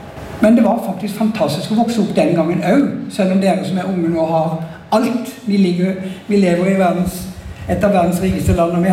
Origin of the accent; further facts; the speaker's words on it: Grimstad, Agder, Norway; Så de flyttet til Grimstad når han skulle begynne sin første jobb. Da var hun allerede gravid. Og jeg ble født når vi flyttet dit. Og der bodde vi på den skolen, en framhaldsskole, i de første 17 år av mitt liv.